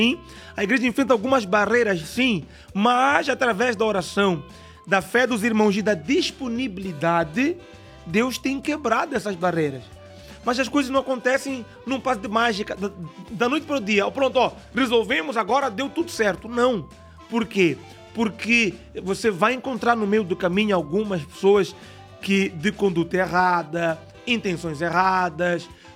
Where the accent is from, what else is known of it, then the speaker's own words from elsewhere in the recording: Mozambique; ah, eu sou de Moçambique, tá africano